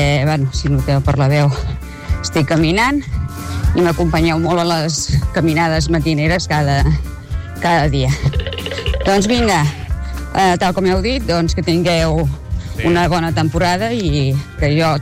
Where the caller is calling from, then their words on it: Caldes de Montbui, Catalonia, Spain; de Caldes de Montbui.